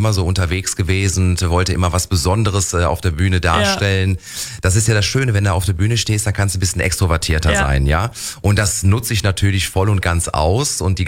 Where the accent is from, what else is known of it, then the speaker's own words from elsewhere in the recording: North Rhine-Westphalia, Germany; accent: Rhineland (Kölsch); Also ich kann nie verstecken, woher ich komme. Ich versuche Hochdeutsch zu sprechen, aber ich falle dann doch immer wieder in dieses Rheinländische.